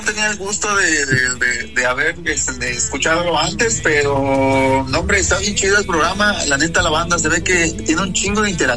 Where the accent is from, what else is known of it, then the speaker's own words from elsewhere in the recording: Mérida, Yucatán, Mexico; somos de la Ciudad Blanca